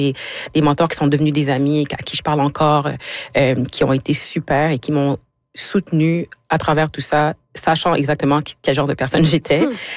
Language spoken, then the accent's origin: French; Quebec, Canada; moved away; Je suis partie du Québec, ça fait comme 7 ans.